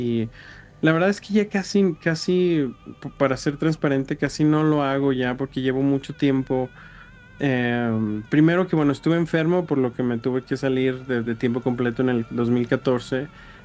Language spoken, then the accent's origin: Spanish; Mexico City, Mexico; born there; Yo nací en el DF